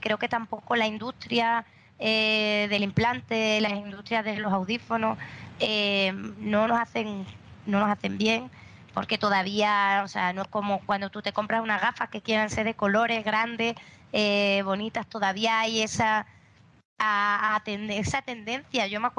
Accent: Extremadura, Spain; Yo soy de Extremadura, me crié en un pueblo muy pequeño de Extremadura, menos de 4.000 habitantes.

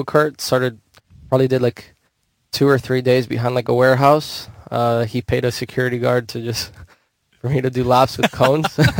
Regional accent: Miami, Florida, United States; I'm from Miami, Florida. I was born and raised there. My dad is Argentinian. My mom is Cuban. I also have some Italian background.

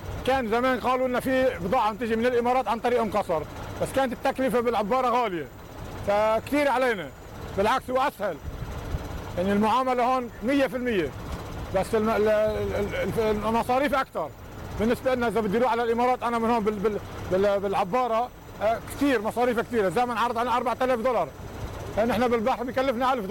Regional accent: Lebanon; نحن كلبنانيين لا، نحن صراحة ما جينا خط تجاري، نحن جينا بالمساعدات.

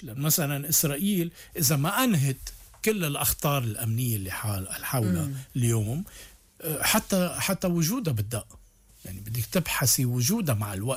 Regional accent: Lebanon; نحن كلبنانيين

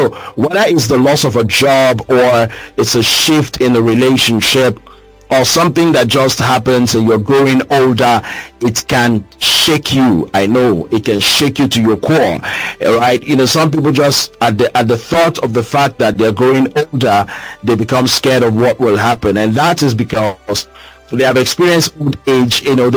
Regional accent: Rivers, Nigeria; I'm from River State

